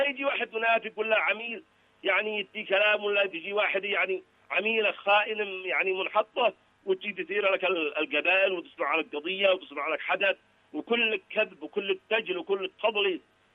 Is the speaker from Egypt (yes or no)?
no; Yemen; وإحنا كشعب يمني هكذا نقول